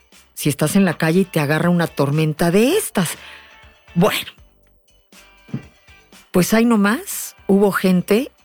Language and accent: Spanish; Mexico City, Mexico; somos mexicanos, pero además chilangos